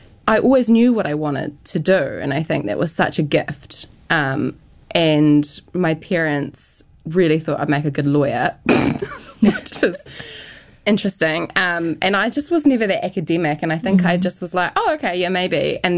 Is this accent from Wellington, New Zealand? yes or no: yes; Martinborough, Wellington, New Zealand; I grew up in Martinborough. Yeah, so a tiny town, a bit bougie now, but it really was not bougie when I was young. And very much in the country. It's about an hour or so from Wellington.